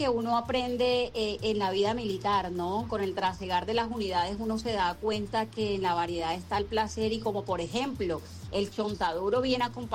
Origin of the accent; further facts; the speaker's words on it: Caribbean Region, Colombia; me caracterizo por ser buena costeña